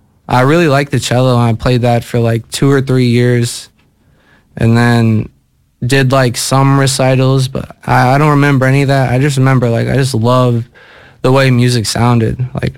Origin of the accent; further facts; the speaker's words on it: Lakeville, Minnesota, United States; Lived in Minneapolis till I was like 4 or 5. Then my fam decided to move to Lakeville, the suburbs. And that's where I've resided ever since.